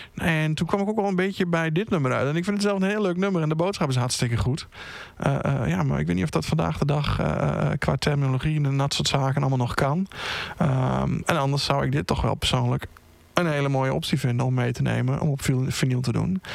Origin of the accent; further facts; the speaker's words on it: Gelderland, Netherlands; ik kom uit de Achterhoek.